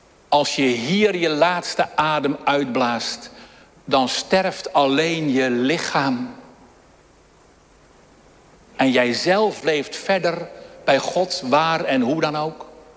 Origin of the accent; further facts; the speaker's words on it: Dirksland, South Holland, Netherlands; ik ben in Dirksland opgegroeid en geboren ook trouwens. En belijdenis gedaan in de vormde kerk bij dominee van der Linden.